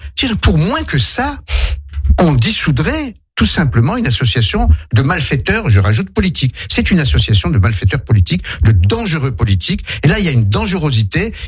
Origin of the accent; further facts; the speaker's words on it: Algeria; now in France; mon enfance en Algérie